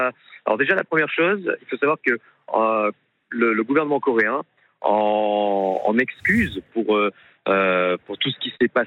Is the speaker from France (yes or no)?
yes; France; also born or lived in South Korea; j'ai entamé une démarche pour une restitution de la nationalité coréenne. Mais attention, je suis très fier d'être français et je garde ma nationalité